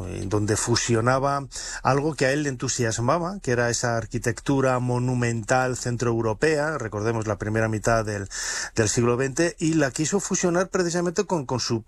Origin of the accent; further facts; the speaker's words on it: León, Castile and León, Spain; born there; also born or lived in Valladolid; now in Madrid, Spain; Yo nací en León, estudié en Valladolid y he acabado en Madrid.